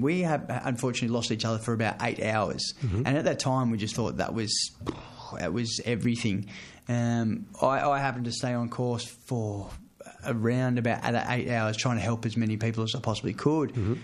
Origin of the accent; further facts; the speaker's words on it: Killarney Heights, New South Wales, Australia; I'm a kid from the Northern Beaches. I grew up in Killarney Heights, and cricket was just my passion.